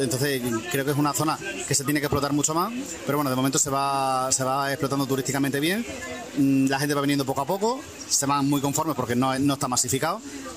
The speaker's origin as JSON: {"language": "Spanish", "region": "Extremadura", "country": "Spain", "said": "vivimos en una joya y en un enclave natural que nada tiene que envidiar al resto de comunidades o al resto de incluso zonas de nuestra propia región."}